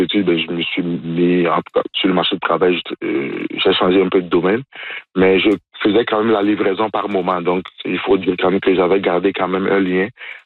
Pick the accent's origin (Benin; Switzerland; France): Benin; now in Canada; Je ne connaissais pas la poutine dans mon pays d'origine, qui est le Bénin.